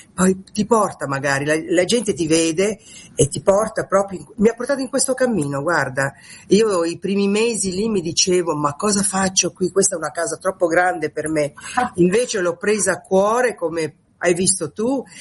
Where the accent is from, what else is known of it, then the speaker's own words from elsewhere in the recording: Milan, Lombardy, Italy; also born or lived in Calabria; now in Canada; Eh sì, io guarda, sono nata in Calabria, però ho vissuto tutta la mia infanzia fino all'adolescenza a Milano.